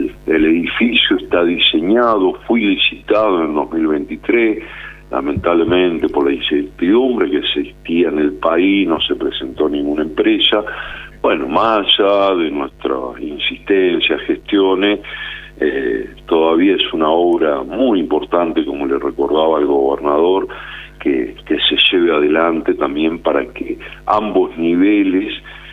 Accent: Santa Fe, Argentina

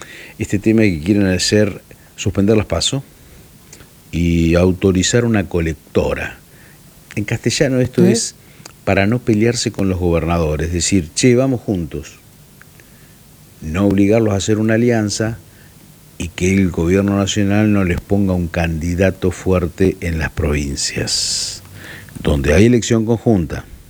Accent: Argentina

